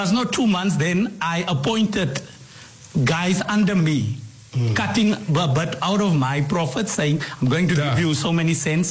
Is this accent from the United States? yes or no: no; Upington, Northern Cape, South Africa; also born or lived in Keetmanshoop, Namibia; Yeah. I was born in Kitmans in Namibia, but my parents, because I'm a granny's child, so they moved back to SA, and I grew up with them in Upington. I didn't grow up with my mother.